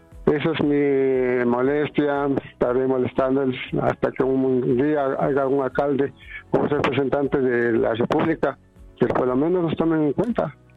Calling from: Quito, Pichincha, Ecuador; somos parte de Quito

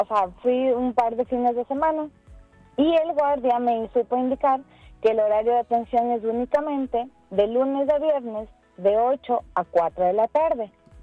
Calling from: Quito, Pichincha, Ecuador; Yo le estoy llamando de Conocoto.

